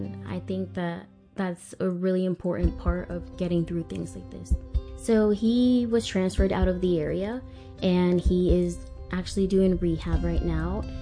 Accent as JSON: {"language": "English", "town": "Savannah", "region": "Georgia", "country": "United States", "said": "from Savannah."}